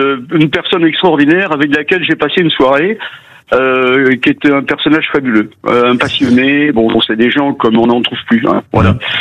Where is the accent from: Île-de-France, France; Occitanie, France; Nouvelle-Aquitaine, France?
Nouvelle-Aquitaine, France; Oui, mais je suis de Gironde.